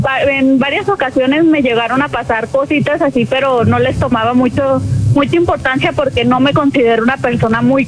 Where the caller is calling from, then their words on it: Guadalajara, Jalisco, Mexico; Soy de Guadalajara, les acabo de hablar.